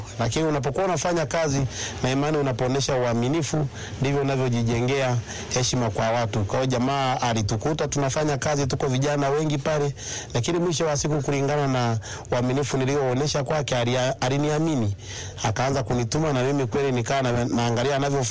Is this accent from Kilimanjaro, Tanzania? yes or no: no; Bunda, Mara, Tanzania; now in Mwanza, Tanzania; Mara nyingi ninapatikana Mwanza, japo asilimia kubwa nimekulia hapa Bunda.